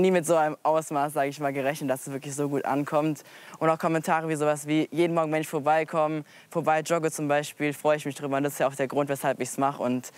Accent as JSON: {"language": "German", "town": "Darmstadt", "region": "Hesse", "country": "Germany", "tie": "born there", "said": "Also ich bin hier in Darmstadt geboren und ansässig auch in Darmstadt."}